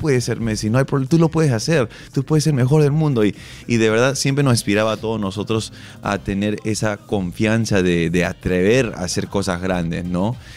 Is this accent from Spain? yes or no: no; Peru; que somos somos una familia peruana normal, de verdad, ¿no?